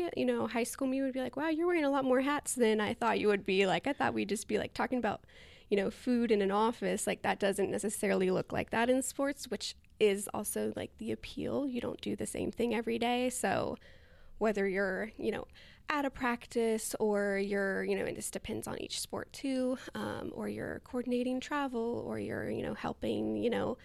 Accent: North Carolina, United States; moved away as an adult; now in Texas, United States; I'm from North Carolina, so I'm not from Texas. I got my degree at UNC Chapel Hill

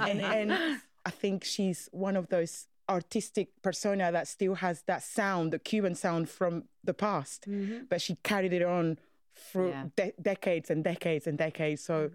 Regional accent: Buenos Aires, Argentina; Well, my story is a little bit different. I grew up in Argentina, in Buenos Aires. I'm Congolese.

